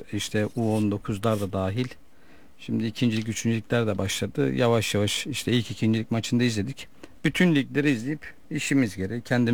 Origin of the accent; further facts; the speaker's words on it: Sivas, Turkey; ben bir Sivaslı olarak